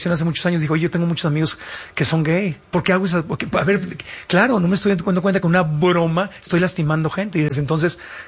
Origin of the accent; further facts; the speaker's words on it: Mexico; como los mexicanos sí. salimos a condenar el cervezazo que le dieron a la ecuatoriana